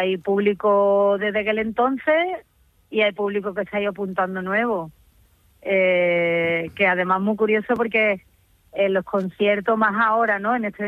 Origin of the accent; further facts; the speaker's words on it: Andalusia, Spain; soy andaluza y me gusta mucho el flamenco y tengo pues el deje